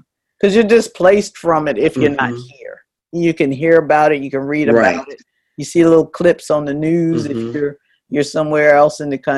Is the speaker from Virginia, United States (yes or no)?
yes; Hampton, Virginia, United States; I am from Hampton, as mm-hmm. My mm-hmm. ancestors, some of them I can verify, were also born here, at least back 5 generations.